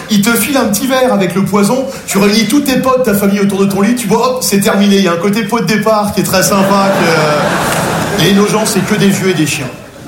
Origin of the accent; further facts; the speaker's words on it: Nogent-sur-Marne, Île-de-France, France; J'ai grandi à Nogent-sur-Marne, je suis passionné avec les petite banlieue très bourgeoise, Nogent, la Marne, les guinguettes, la fête du petit vin blanc, vous connaissez?